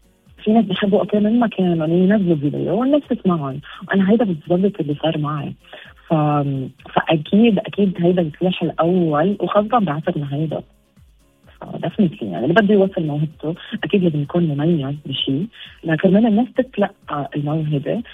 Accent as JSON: {"language": "Arabic", "country": "Lebanon", "said": "بس انا لبنانيه يعني،"}